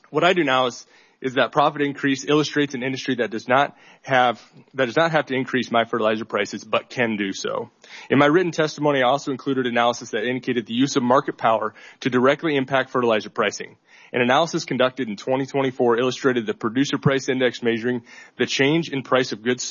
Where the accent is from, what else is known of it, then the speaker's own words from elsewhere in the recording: Hamel, South Dakota, United States; I'm a farmer from Hamel, South Dakota, and president of the South Dakota Corn Growers Association.